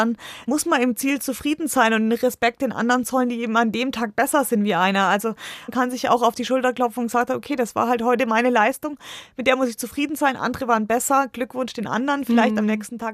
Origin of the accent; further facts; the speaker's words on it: Bavaria, Germany; Als Fränkin natürlich ist es wie ein Heimrennen.